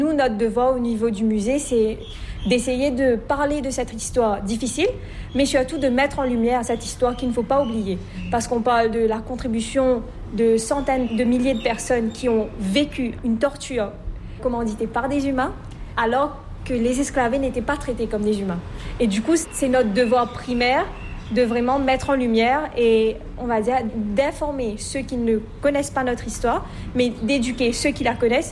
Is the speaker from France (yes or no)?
no; Mauritius